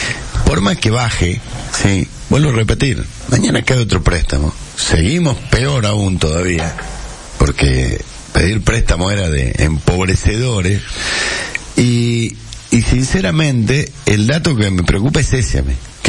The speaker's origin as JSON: {"language": "Spanish", "country": "Argentina"}